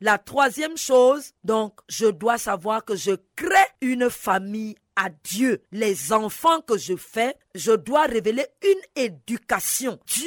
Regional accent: Gabon; est récurrent au Gabon chez moi? On a eu cela.

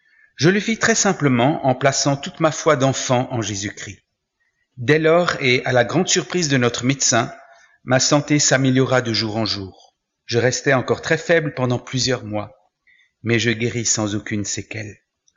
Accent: Mulhouse, Grand Est, France; born there

